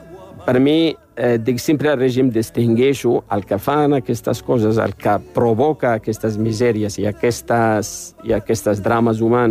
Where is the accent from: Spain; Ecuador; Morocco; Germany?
Morocco; Rif; dins del Marroc hi ha Rif, que és la zona d'on soc jo, i a Rif és diferent.